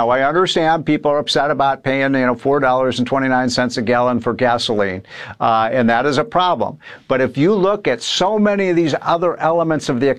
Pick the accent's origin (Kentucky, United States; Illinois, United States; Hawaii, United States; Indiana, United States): Illinois, United States; California, New York, New Jersey, my home state of Illinois, Connecticut, Massachusetts.